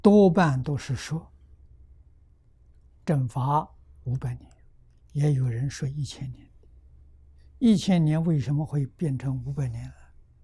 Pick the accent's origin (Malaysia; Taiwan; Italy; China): China; 我们中国人算虚岁